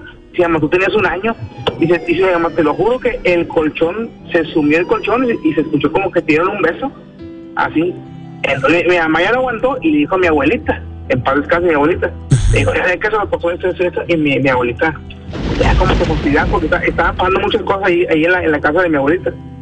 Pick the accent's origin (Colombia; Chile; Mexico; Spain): Mexico; Monterrey, Nuevo León; yo nací allá en Valle Verde, en Monterrey. Soy de Valle Verde.